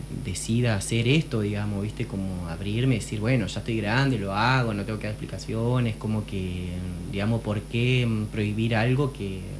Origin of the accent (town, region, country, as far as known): Diamante, Entre Ríos, Argentina; born or raised there